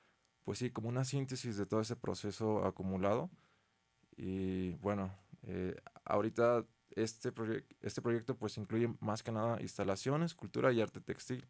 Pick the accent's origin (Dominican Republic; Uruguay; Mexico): Mexico; Zacatecas; also born or lived in Mexico City; La pandemia me hizo regresar a Zacatecas, a mi pueblo. Yo soy de Sustitlán.